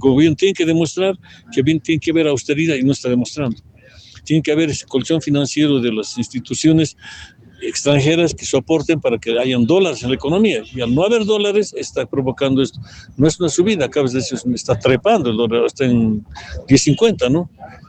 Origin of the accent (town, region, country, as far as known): Bolivia